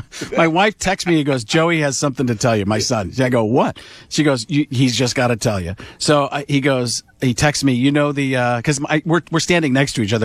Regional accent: Milwaukee, Wisconsin, United States; Not my hometown. I grew up in Milwaukee

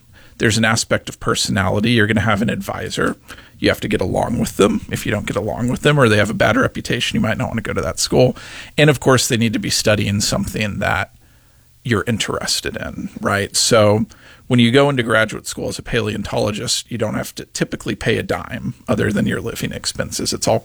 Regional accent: Texas, United States; moved away as an adult; also born or lived in Kansas; now in Northeast Wisconsin, United States; Right. So, yeah, I'm a Texas native. I graduated from Texas State, as I mentioned, and I worked at the University of Texas for about 5 years before pursuing my master's degree. And that took me north into Kansas.

